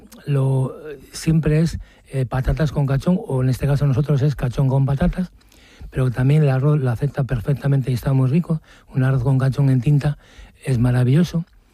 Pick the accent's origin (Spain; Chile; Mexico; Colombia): Spain; Maliaño, Cantabria; como nos llaman cachoneros a los que somos de Maliaño, pues eso tenemos un poco de orgullo con ellos y lo llevamos siempre en la sangre.